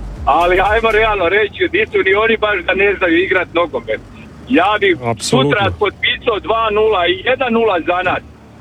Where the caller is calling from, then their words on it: Croatia; ja sam Hrvat. Ja sam hrvatski dragovoljac.